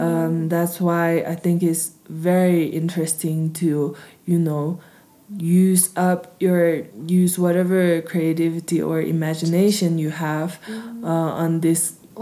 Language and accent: English; Lhasa, Tibet, China; born or raised there; English is a second language